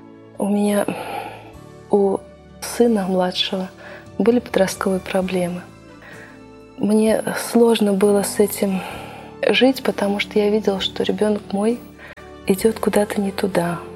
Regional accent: Kazan, Tatarstan, Russia; moved away as an adult; now in Nizhny Novgorod, Russia; я сама родом из Казани. Прожила там 20 лет до того, как вышла замуж. И переехала в Нижний Новгород.

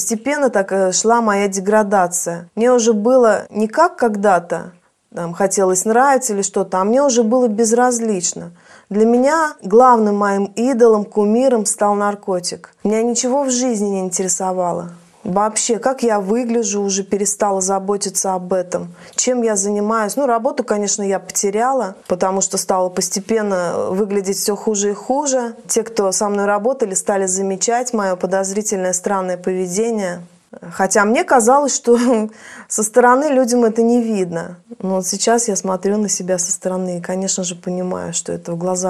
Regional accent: Southern Urals, Russia; moved away

